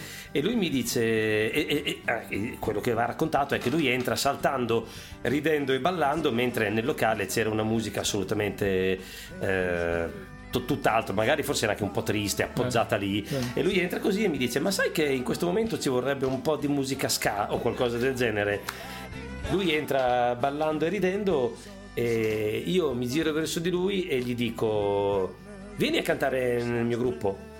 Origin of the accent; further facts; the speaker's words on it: Faenza, Emilia-Romagna, Italy; born there; io sono nato a Faenza nel 79.